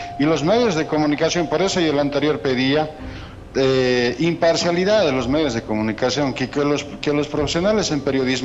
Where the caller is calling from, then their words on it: Bolivia; Somos indignos como bolivianos.